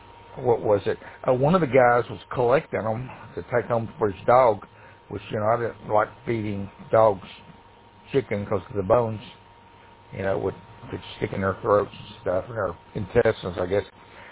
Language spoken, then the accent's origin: English; Tennessee, United States; born there; also born or lived in Chattanooga, Tennessee / Hendersonville, Tennessee; we moved from Chattanooga up to near Nashville, up to Hendersonville, when I was in sixth grade